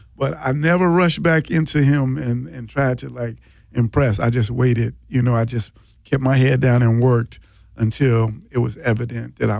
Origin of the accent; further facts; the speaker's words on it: Chicago, Illinois, United States; now in Milwaukee, United States; And I remember a time when I was up here in Milwaukee, I'm originally from Chicago, that I went back home